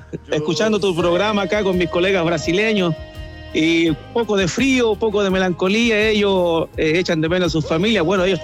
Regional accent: Chile; Yo soy chileno, pero mi señora esposa y mi señorita hija viven en Sao Paulo

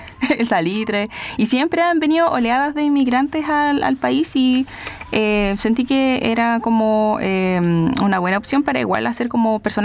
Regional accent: Chile; Sí, porque cuando yo era chica, eso es lo que yo digo ahora, que ahora me identifico como chilena.

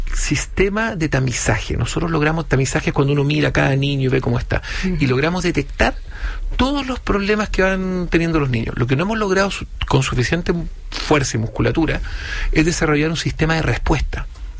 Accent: Chile; somos todos parte de Chile

